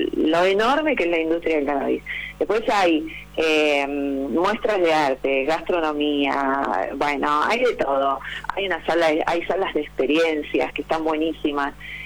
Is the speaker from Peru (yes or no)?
no; Buenos Aires, Argentina; porque tengo su problema, que amo Buenos Aires, soy porteña y estoy orgullosa de serlo